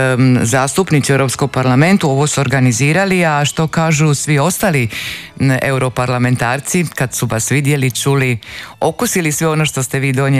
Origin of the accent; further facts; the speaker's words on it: Croatia; kod nas u Hrvatskoj.